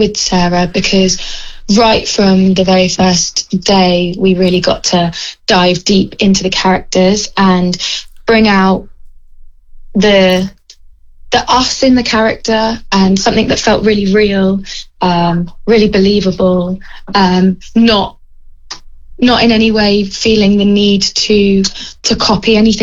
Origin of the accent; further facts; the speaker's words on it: South West England, United Kingdom; moved away; I grew up in North Devon